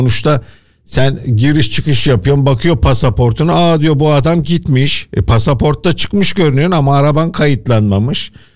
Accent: Kuşadası, Aydın, Turkey; moved away; ben oranın çocuğuyum

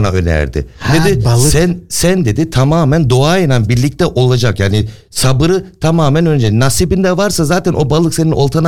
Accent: Hamburg, Germany; 47 yaşındayım. Hamburg'da doğdum. Doğma büyüme buradayım.

